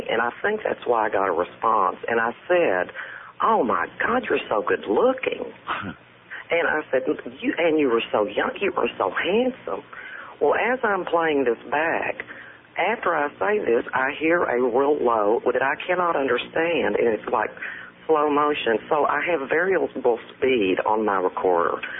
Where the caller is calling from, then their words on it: Cedarville, Texas, United States; I'm from Cedarville, Texas. It's outside of Dallas. I listen to KLIF on 570.